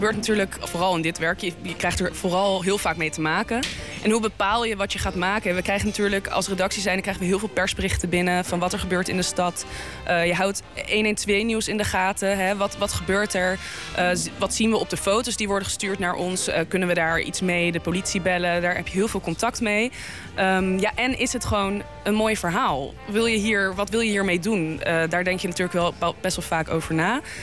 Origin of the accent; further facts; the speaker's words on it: The Hague, South Holland, Netherlands; want dat is mijn eigen stad. Mijn ouders komen uit Den Haag, ik kom uit Den Haag, ik ben er opgegroeid.